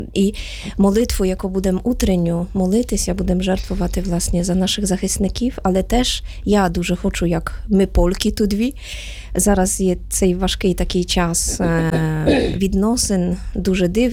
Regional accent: Poland; now in Ukraine; щоб ми, поляки

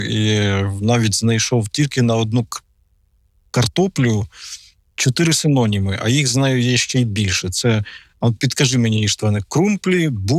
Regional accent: Polesia, Ukraine; в мене на Полісі на Київському. Це Житомирщина, Київщина, звідки я родом.

